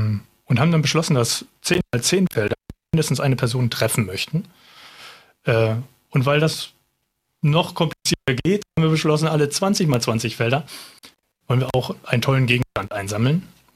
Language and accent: German; Neubrandenburg, Mecklenburg-Vorpommern, Germany; born there; Ich bin sozusagen der mecklenburgische Part dazu. Ich komme aus Neubrandenburg.